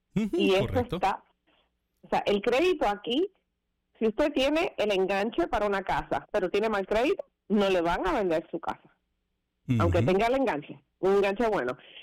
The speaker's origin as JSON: {"language": "Spanish", "country": "Puerto Rico", "said": "Yo soy puertorriqueña, me crié en este sistema y tenía el crédito muy bueno."}